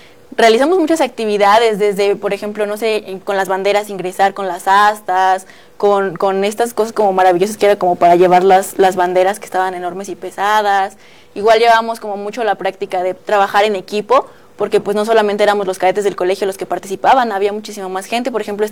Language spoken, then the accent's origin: Spanish; Mexico; esa identidad nacional de todos como mexicanos, creo que pues hace que no se sienta ni siquiera el peso de la bandera.